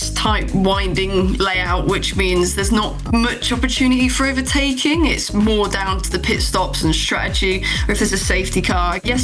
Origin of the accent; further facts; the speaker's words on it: United Kingdom; I'm a British racing driver.